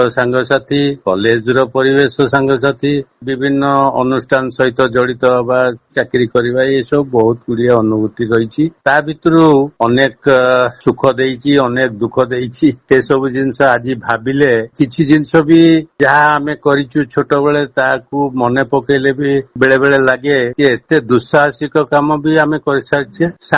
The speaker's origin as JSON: {"language": "Odia", "town": "Cuttack", "region": "Odisha", "country": "India", "tie": "born or raised there", "said": "ତାହେଲେ ମୋର ଜନ୍ମ କଟକ ସହରରେ ହେଇଥିଲା, ସ୍କୁଲ କଲେଜ ମୋର କଟକ ସହରରେ।"}